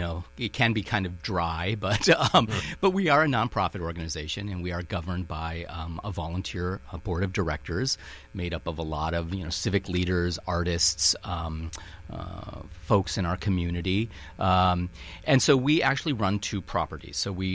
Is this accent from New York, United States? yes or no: no; Saint Paul, Minnesota, United States; accent: Minnesota; also born or lived in Santa Cruz, California / Breckenridge, Colorado / Ann Arbor, Michigan; now in Racine, United States; I have this little Minnesota accent because I'm originally from St. Paul.